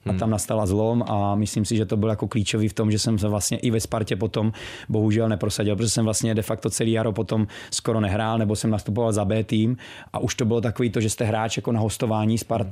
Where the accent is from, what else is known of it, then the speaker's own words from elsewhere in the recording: Brno, South Moravian Region, Czechia; jsem z Brna